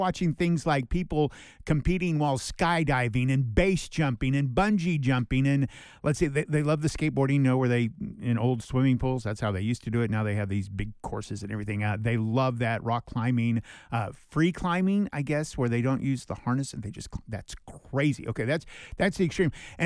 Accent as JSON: {"language": "English", "region": "California", "country": "United States", "tie": "born or raised there", "said": "I grew up in Southern California"}